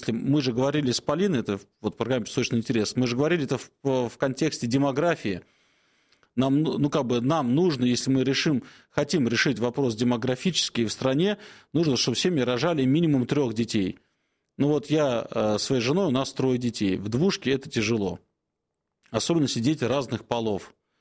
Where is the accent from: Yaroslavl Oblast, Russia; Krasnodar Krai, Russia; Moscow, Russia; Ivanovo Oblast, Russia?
Moscow, Russia; как коренной москвич скажу